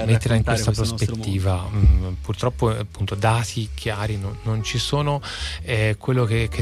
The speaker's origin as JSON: {"language": "Italian", "region": "Tuscany", "country": "Italy", "said": "venendo da Toscana, da una cultura di sociale, di cooperazione, di attenzione al territorio molto forte"}